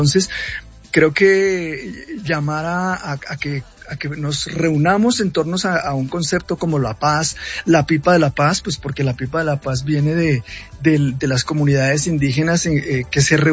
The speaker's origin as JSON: {"language": "Spanish", "country": "Colombia", "said": "nosotros como colombianos, que vivimos un conflicto"}